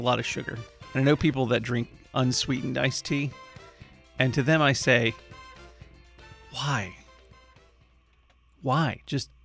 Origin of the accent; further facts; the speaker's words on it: the South, United States; I love growing up in the South, enjoying sweet tea